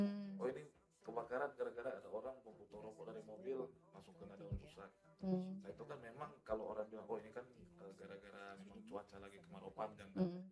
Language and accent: Indonesian; North Sulawesi, Indonesia; Itu karena sebagai dari identitas kita sebagai orang Minahasa, sehingga kenapa kita harus malu dengan identitas kita sendiri.